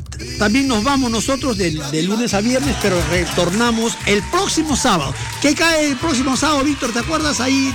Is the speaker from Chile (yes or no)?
no; northern Peru, Peru; yo soy norteño, pues, y tú también.